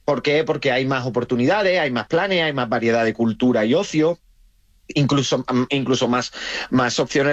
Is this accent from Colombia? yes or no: no; Rincón de la Victoria, Andalusia, Spain; born or raised there